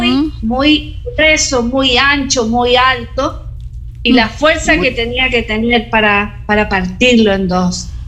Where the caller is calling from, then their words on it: Talca, Maule, Chile; Estamos muy lejos acá en mi país, en Chile, en la ciudad de Talca.